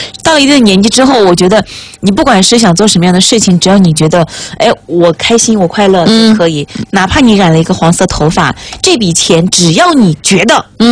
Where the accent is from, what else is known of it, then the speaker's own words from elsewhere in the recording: Guangyuan, Sichuan, China; now in Neijiang, China; 我老家是广元的，离内江大概也就是2个半小时的高铁车程，自己开车会远一点，大概500到600公里左右嘛